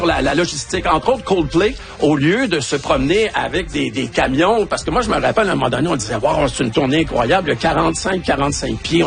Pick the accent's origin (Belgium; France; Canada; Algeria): Canada; Portneuf, Quebec; Moi, je viens de Portneuf